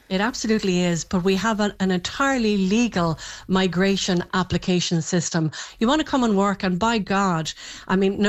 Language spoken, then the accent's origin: English; Ireland; We completely agree, and I'm from Ireland.